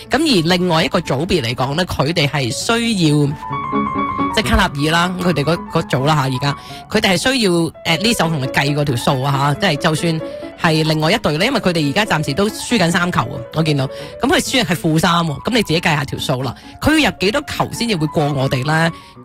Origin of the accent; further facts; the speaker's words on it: Canada; 咁我哋加拿大人可以睇波啦